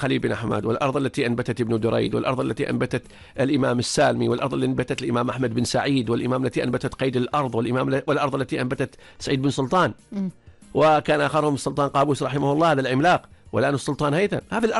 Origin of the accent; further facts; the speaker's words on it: Oman; نحن كعمانيين